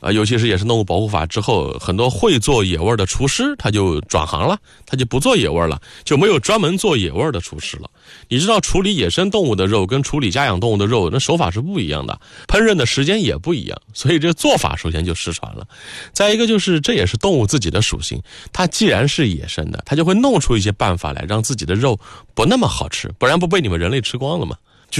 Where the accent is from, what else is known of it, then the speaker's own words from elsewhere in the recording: Yangzhou, Jiangsu, China; accent: Yangzhou dialect; 我们扬州话讲屋子